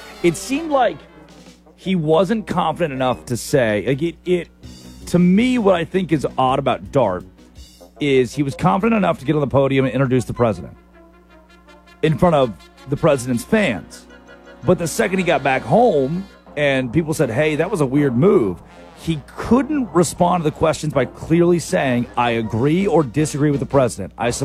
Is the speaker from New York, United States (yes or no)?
no; Arkansas, United States; Dog, I grew up in Arkansas.